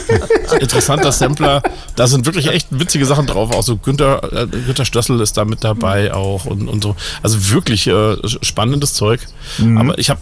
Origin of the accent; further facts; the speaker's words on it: Bavaria, Germany; dass man selbst als Franke schon Schwierigkeiten hat.